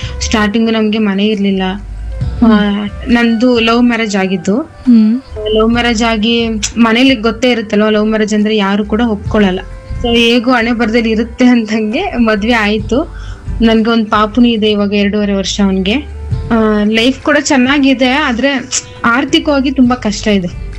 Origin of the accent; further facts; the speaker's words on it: Mysuru district, Karnataka, India; ನಮ್ಮೂರು ಸೋಲಿಗರ colony, Mysuru district, Mysuru taluk.